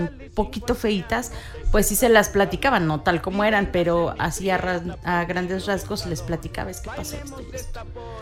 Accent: Teziutlán, Puebla, Mexico; yo soy de aquí de Teziutlán.

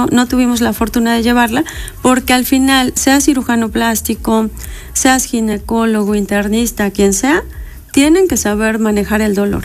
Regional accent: Puebla, Mexico; llegamos a la ciudad de Puebla, nosotros somos poblanos

